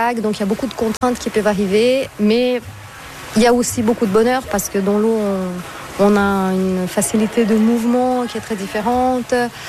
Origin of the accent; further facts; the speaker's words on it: Brazil; now in Switzerland; Moi, je suis brésilienne hein, à la base